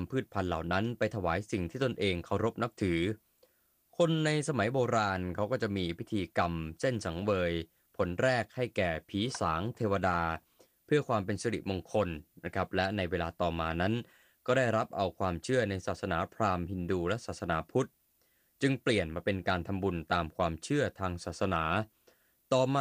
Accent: Central Thailand, Thailand; แต่ผมเนี่ยในฐานะที่เป็นคนภาคกลางเราก็ได้ยินมานานนะ

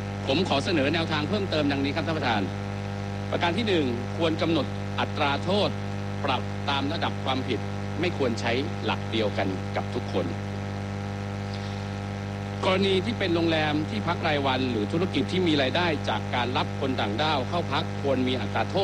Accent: Pattaya, Chonburi, Thailand; ยิ่งตามหัวเมืองท่องเที่ยวเช่นเมืองพัทยาบ้านเกิดผมเองครับท่านประธาน

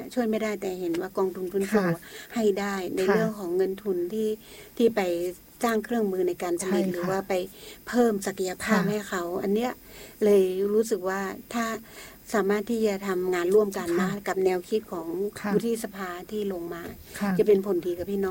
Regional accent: Lamphun, Thailand; พี่เป็นคนลำพูน

